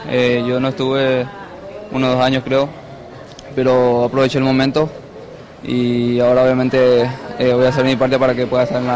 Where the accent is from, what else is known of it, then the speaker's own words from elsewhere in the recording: Paraguay; moved away; Estoy en mi país